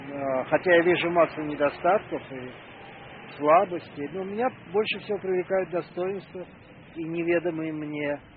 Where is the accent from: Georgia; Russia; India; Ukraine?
Georgia; Я не могу, может, потому что я действительно ленивый грузин, и у меня уже все сложилось.